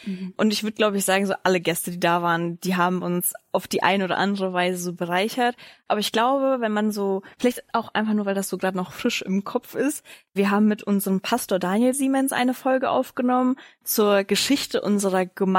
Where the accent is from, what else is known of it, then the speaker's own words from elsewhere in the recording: Cologne, North Rhine-Westphalia, Germany; Vor allem bei uns in Köln ist das ja auch noch mal so ein größeres Thema